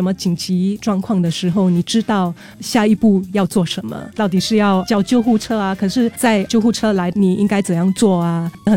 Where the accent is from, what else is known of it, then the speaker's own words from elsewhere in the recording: Singapore; 在我姐姐的家里，我们也是新加坡人嘛